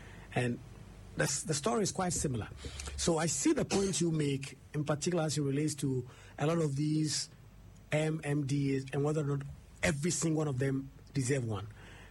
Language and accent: English; Nankese, Eastern Region, Ghana; Because I'm from Zoom constituency, I'm from Nankese.